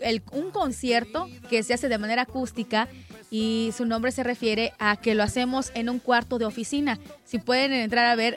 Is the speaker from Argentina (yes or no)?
no; Mexico; Nosotros, los mexicanos, somos más americanos que los mismos que se dicen americanos.